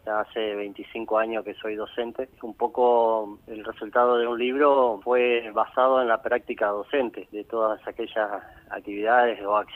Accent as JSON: {"language": "Spanish", "town": "Ibicuy", "region": "Entre Ríos", "country": "Argentina", "tie": "born or raised there", "said": "Yo soy nacido y criado en Ibicuí, en Isla del Ibicuí, provincia de Entre Ríos."}